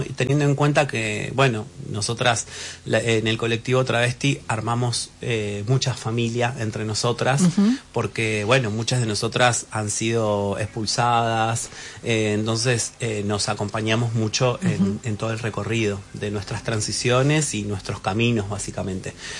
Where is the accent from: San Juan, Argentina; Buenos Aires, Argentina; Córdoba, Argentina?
Buenos Aires, Argentina